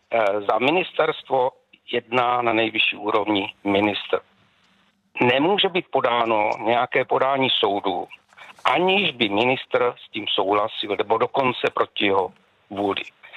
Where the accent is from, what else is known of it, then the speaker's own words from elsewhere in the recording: Brno, South Moravian Region, Czechia; Mě by to nevadilo, my v Brně, já jsem z Brna